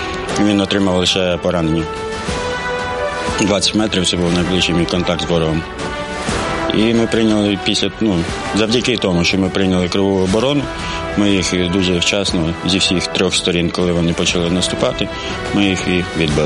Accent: Roksolany, Odesa Oblast, Ukraine; Я з Одеси, з півдня країни, з невеличкого села неподалік Одеси, такого милозвучного, називаються Роксолани. Найсонячно, по-моєму, спогади тільки найкращі. Там я провів все своє дитинство, ну і весь свій життєвий шлях

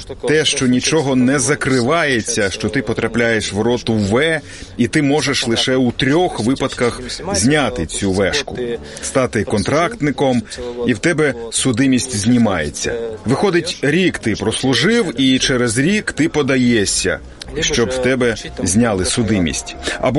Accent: Kyrgyzstan; moved away; Я не з Росії. Я родом із Киргизії. А за національністю я узбек.

